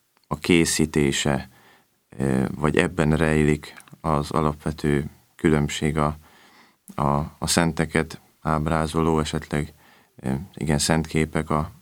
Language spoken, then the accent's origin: Hungarian; Máriapócs, Szabolcs-Szatmár-Bereg, Hungary; Mária Pócson nőttem föl